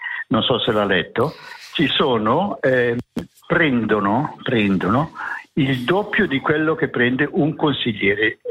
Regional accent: Lugano, Ticino, Switzerland; Io sono nato, cresciuto a Lugano, vivo qui, non lo so.

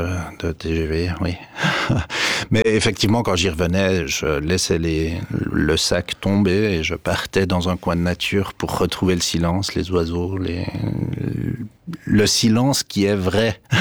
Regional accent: Delémont, Jura, Switzerland; also born or lived in Paris; Moi, j'ai grandi à Delémont, donc on a grandi dans ce terrain d'indépendance

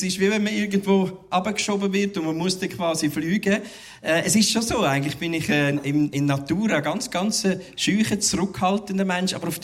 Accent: Uri, Switzerland; Er war quasi einer von meinen Förderern damals, komme ich aus dem Kanton Uri.

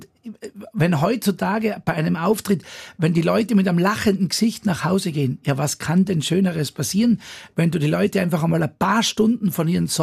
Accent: Ried im Zillertal, Tyrol, Austria; Genau, in meinem Heimatort in Ried.

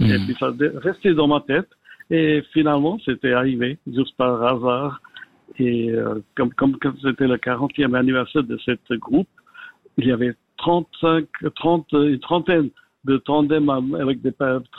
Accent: Geneva, Switzerland; moi, j'ai grandi à Genève, je connais la ville comme n'importe quoi.

